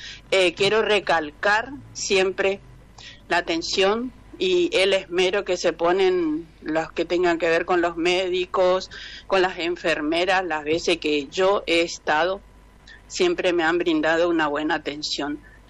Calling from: Barranqueras, Chaco, Argentina; soy de acá de Barranqueras

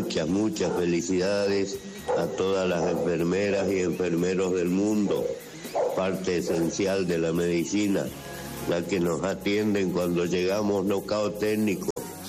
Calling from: General Pinedo, Chaco, Argentina; General Pinedo Chaco.

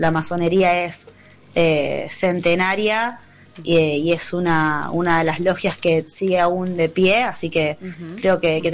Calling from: Rosario, Santa Fe, Argentina; de Rosario y quería saber sobre el amor.

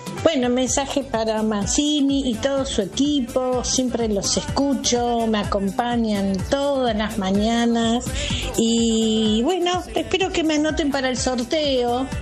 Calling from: Monte Castro, Buenos Aires, Argentina; soy de Monte Castro

